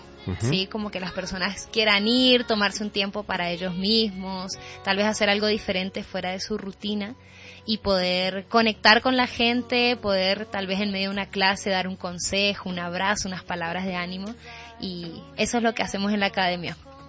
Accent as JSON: {"language": "Spanish", "town": "Resistencia", "region": "Chaco", "country": "Argentina", "said": "una chica de Resistencia Chaco"}